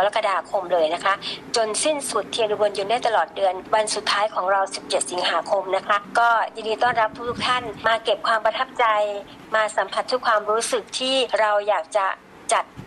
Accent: Ubon Ratchathani, Thailand; ในส่วนที่เราทั้งเป็นคนอุบลในเรื่องเป็นคนอุบลเอง

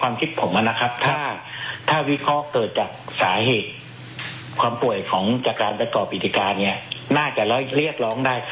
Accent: Narathiwat, Thailand; now in Chonburi, Thailand; มาจากนราธิวาสครับ

